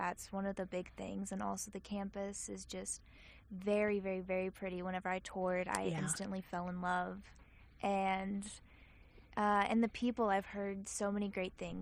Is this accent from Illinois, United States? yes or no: no; Grapevine, Texas, United States; I'm from Grapevine, Texas, so it's right in the middle between Dallas and Fort Worth.